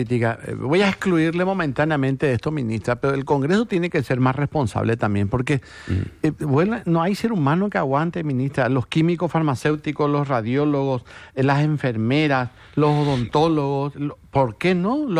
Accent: Paraguay

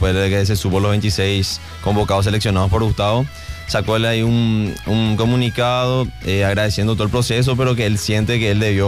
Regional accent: Paraguay; Porque así somos nosotros los paraguayos.

